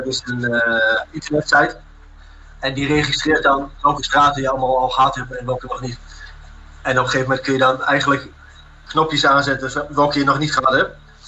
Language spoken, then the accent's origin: Dutch; Hengelo, Overijssel, Netherlands; Hengelo is mijn thuisstad.